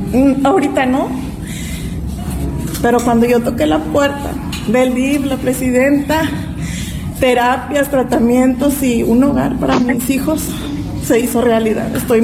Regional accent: Monterrey, Nuevo León, Mexico; Nosotros somos originarios de Monterrey. Nos sentíamos allá uno más.

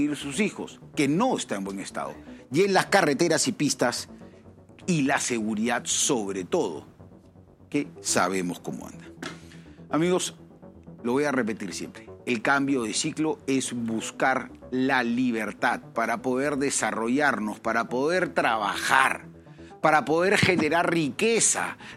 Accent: Peru; nuestras posibilidades como peruanos

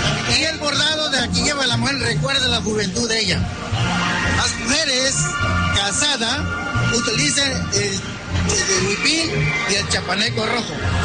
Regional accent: Jocotepec, Jalisco, Mexico; Bueno, soy … Vengo del municipio de Santiago, Jocotepec.

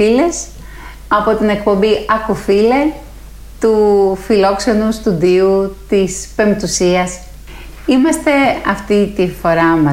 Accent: Greece

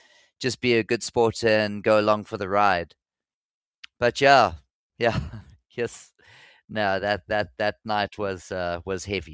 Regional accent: Zimbabwe; now in South Africa; because when I moved here from Zimbabwe, in my neighborhood, I can confidently say I was the best guitarist.

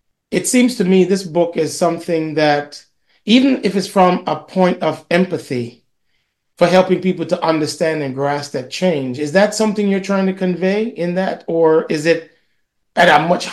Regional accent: Jamaica; and I'm from Jamaica, so I'm from one can argue a predominantly African country by descendants, if you will.

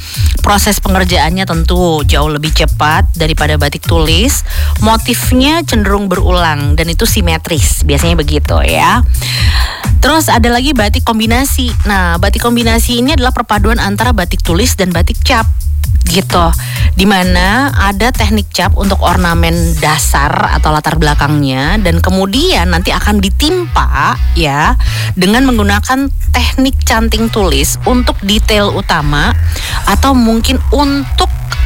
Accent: North Sumatra, Indonesia; Aku juga ya sebagai orang Sumut, sebagai orang dari Tapanuli ya. Kalau ditanya sukunya apa, Batak saya ya, Batak Toba.

